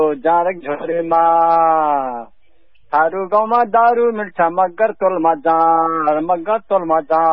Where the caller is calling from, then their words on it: Tikapur, Sudurpashchim Province, Nepal; टिकापुरबाट